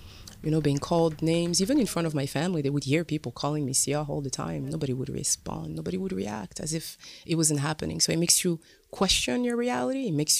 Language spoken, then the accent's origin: English; Tehran, Tehran Province, Iran; moved away; I have so many experiences of being singled out as being black, growing up in Tehran